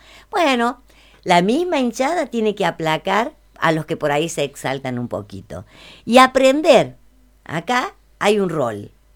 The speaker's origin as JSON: {"language": "Spanish", "town": "Villa Mercedes", "region": "San Luis", "country": "Argentina", "said": "somos de acá, de Villa Mercedes"}